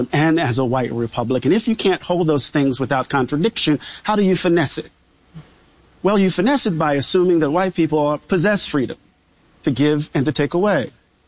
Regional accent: Mississippi, United States; Maybe it's because I'm from Mississippi.

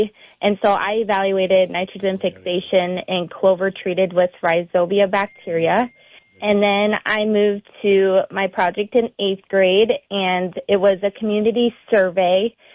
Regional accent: Salem, United States; I got to bring a live engulfment simulation to my hometown in Salem.

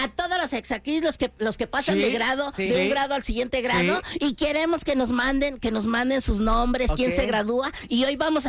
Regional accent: Mexico; Parezco francés, pero soy mexicano.

